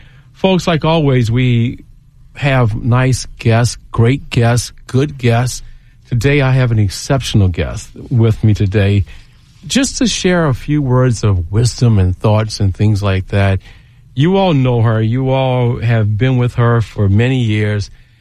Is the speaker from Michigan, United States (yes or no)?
no; Baton Rouge, Louisiana, United States; I grew up in Baton Rouge, and I went to Southern, took classes at LSU also.